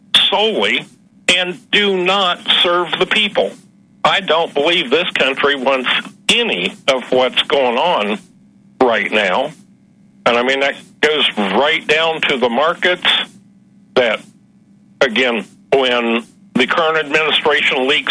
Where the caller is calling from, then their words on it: Ohio, United States; from Ohio.